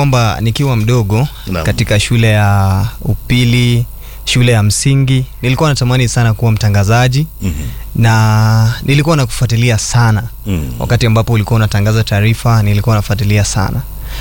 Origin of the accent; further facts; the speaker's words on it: Oyugis, Homa Bay County, Kenya; Maana baada ya form 4 nimefunza shule fulani pale nyumbani kidogo.